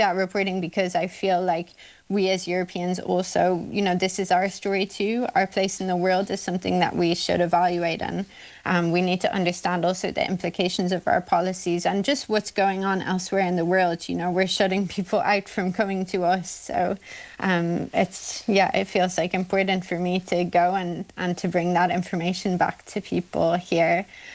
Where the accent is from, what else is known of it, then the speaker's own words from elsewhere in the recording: Ireland; me as an Irish person